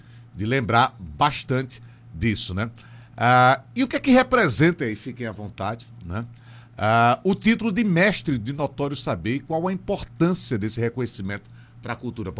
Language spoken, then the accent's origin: Portuguese; Alagoas, Brazil; Aliás, sou alagoano, né, da gema, como a gente diz.